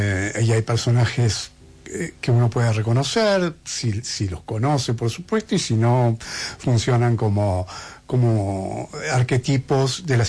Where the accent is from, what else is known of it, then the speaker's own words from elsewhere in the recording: Buenos Aires, Argentina; Yo soy un escritor porteño, en Buenos Aires está el estuario ese, o sea que también es nuestro.